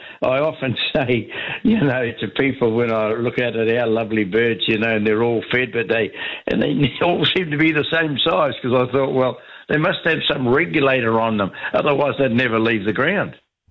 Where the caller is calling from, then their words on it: Ireland; I'm Irish